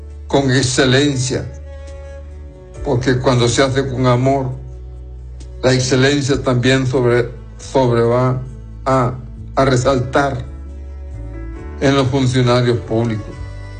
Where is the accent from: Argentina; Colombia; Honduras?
Honduras; todos son hondureños o somos hondureños y hondureñas.